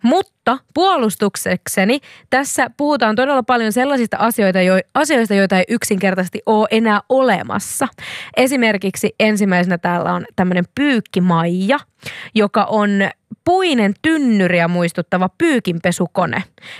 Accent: South Ostrobothnia, Finland; accent: South Ostrobothnian; mun lähipiirissä käytetään Etelä-Pohjanmaan murretta ja sitten sinne laitetaan semmoisia vanhan kansan sanoja, niin sanotusti.

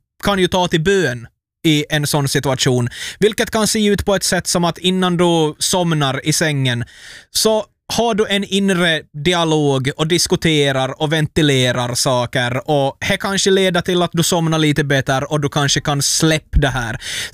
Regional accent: Ostrobothnia, Finland; jag är ju född och uppvuxen i Österbotten

